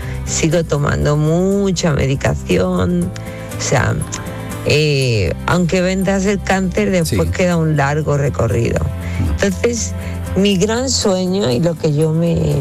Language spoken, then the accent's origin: Spanish; Spain; Digo, no, pues soy española.